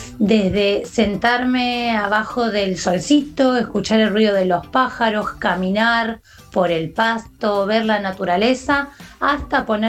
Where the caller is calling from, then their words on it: Quilmes, Buenos Aires Province, Argentina; soy de Quilmes.